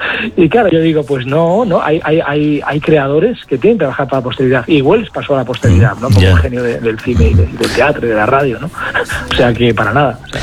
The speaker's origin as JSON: {"language": "Spanish", "region": "Galicia", "country": "Spain", "said": "paseando por la playa allí en Galicia, en mi tierra"}